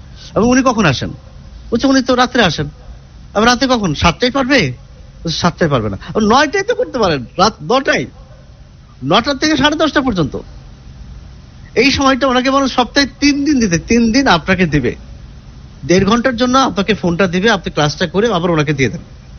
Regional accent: Kushtia, Khulna Division, Bangladesh; রংপুর, দিনাজপুর, আমার বাড়ি যেমন কুষ্টিয়া, সিলেট, চট্টগ্রাম, সারা দেশ থেকে আসে।

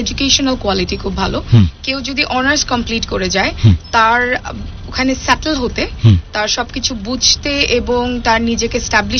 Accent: Bangladesh; আমি বাংলাদেশের মেয়ে

